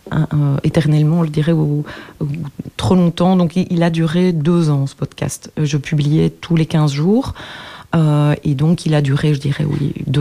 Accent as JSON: {"language": "French", "region": "Wallonia", "country": "Belgium", "moved": "as an adult", "lives_now": "Brussels, Belgium", "said": "moi-même donc je suis ardennaise, j'habite à Bruxelles depuis plus de 25 ans, donc depuis que j'étudie"}